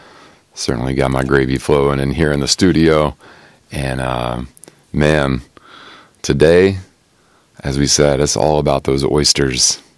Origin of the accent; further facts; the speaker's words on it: East Coast, United States; now in Humboldt Bay area, California, United States; I grew up on the East Coast